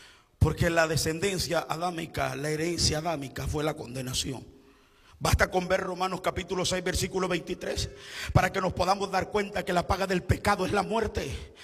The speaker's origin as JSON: {"language": "Spanish", "country": "El Salvador", "said": "Mira, yo soy salvadoreño. Déjame meter un poquito de palabras caliche del Salvador."}